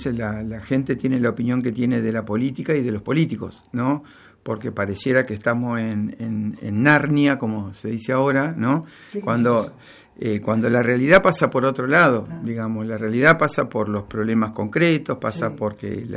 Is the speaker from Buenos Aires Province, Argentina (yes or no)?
yes; Necochea, Buenos Aires Province, Argentina; Yo soy del Partido Peronista, soy el presidente del Partido Justicialista, pero sobre todo soy necochense, ¿no? Soy habitante del distrito.